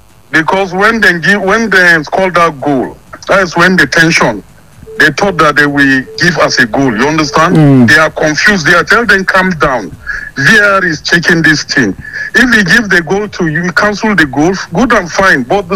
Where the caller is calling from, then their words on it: Enugu State, Nigeria; because I'm from Enugu, I'm from Nkanu East.